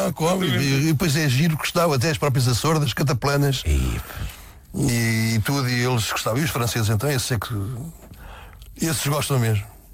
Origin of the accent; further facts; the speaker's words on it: Portugal; Eu sou português, sou europeu. E se decidir ir para lá, tenho que aceitar muita coisa, porque é a cultura deles.